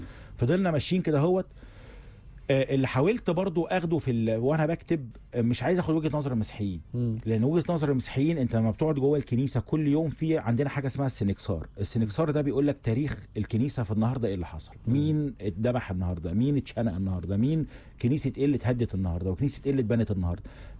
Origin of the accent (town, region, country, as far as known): Egypt